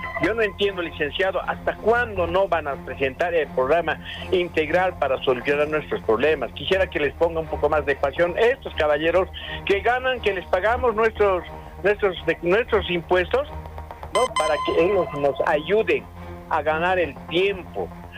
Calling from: La Paz, Bolivia; Acá en Lloreta

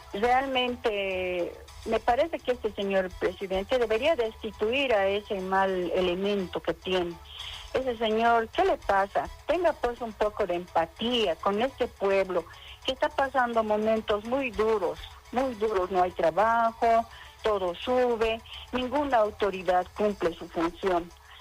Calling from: San Pedro, Bolivia; Buenas tardes … de San Pedro.

